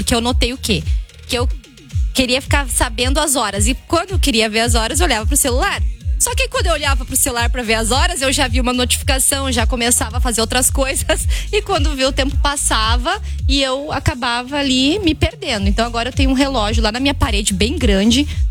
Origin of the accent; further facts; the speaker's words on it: Rio Grande do Sul, Brazil; lá no Rio Grande do Sul, como eu sou gaúcha